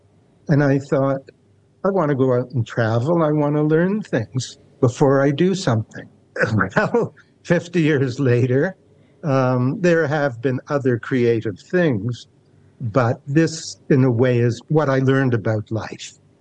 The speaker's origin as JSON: {"language": "English", "country": "Canada", "accent": "Canadian", "moved": "as an adult", "lives_now": "Wellington, New Zealand", "said": "I've been in New Zealand 33 years, I'll never lose my Canadian accent because I came here at 42, and you don't lose an accent at that age."}